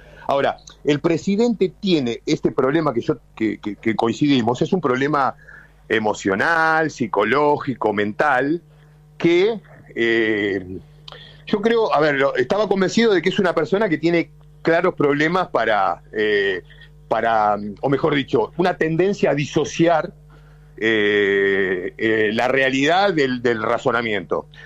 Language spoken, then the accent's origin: Spanish; Argentina; como ciudadano argentino, la verdad que me da tristeza que sea nuestro presidente un tipo tan desequilibrado